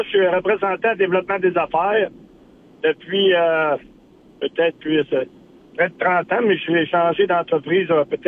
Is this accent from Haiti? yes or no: no; Charlevoix, Quebec, Canada; moved away; j'ai une résidence secondaire à Charlevoix. Moi, je suis originaire de Charlevoix.